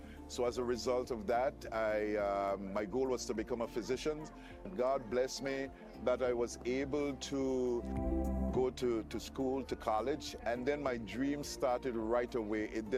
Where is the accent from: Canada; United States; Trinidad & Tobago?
Trinidad & Tobago; Tobago; born there; moved away; I was born in Tobago